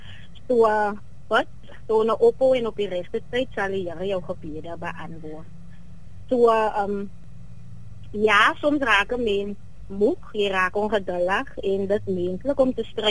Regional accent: Albertinia, Western Cape, South Africa; born or raised there; also born or lived in George

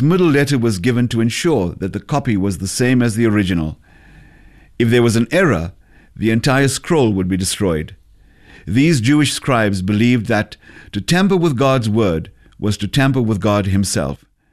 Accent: South Africa; If I leave the country, they call me a son of South Africa because I come from South Africa.

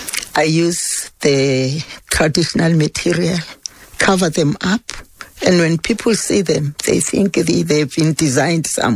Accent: Soweto, Gauteng, South Africa; born there; also born or lived in Eastern Cape; You know, I'm 81 years old now. Mm-hmm. So I was born in house number 241, Orlando East.

